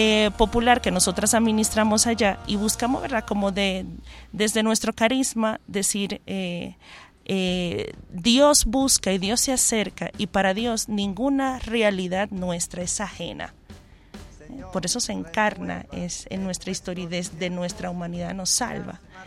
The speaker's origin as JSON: {"language": "Spanish", "country": "Dominican Republic", "moved": "yes", "lives_now": "Colombia", "said": "Yo que soy de República Dominicana y trabajo con poblaciones vulnerables"}